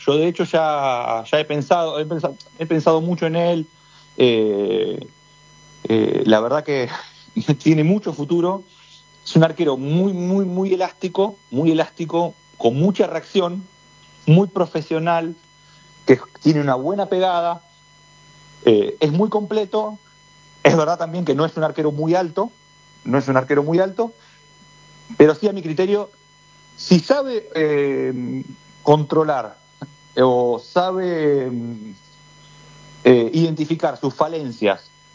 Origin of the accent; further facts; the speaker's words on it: Argentina; yo soy argentino